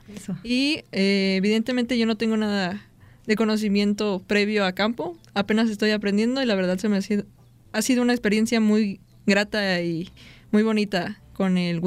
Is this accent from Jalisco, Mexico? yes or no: yes; Jalisco, Mexico; moved away as an adult; now in Xalapa, Mexico; yo soy de Jalisco.